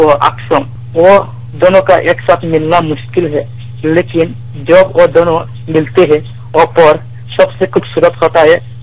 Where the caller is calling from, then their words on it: Badripar, Assam, India; और मेरे गांव का नाम है बद्रीपार, डिस्ट्रिक्ट 1 कचा, आसाम से।